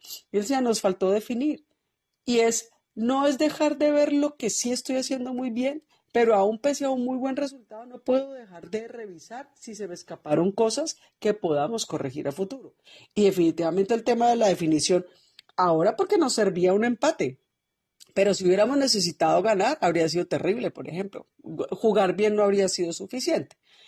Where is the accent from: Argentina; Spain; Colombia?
Colombia; yo por lo menos como colombiana lo padecí hasta el final.